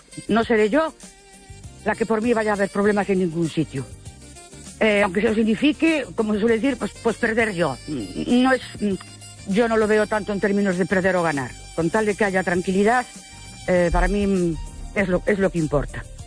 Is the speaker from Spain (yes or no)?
yes; Ourense, Galicia, Spain